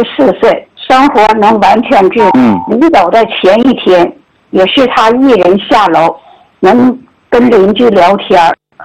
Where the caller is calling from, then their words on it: Jilin, China; 我来自吉林省吉林市，